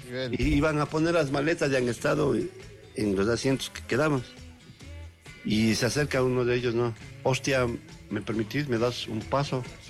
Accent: Ecuador; Pero así somos los ecuatorianos.

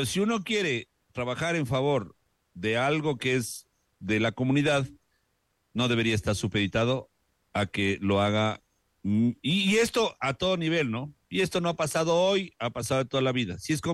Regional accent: Quito, Pichincha, Ecuador; yo como quiteño sí quisiera que se vea mejor esa esquina

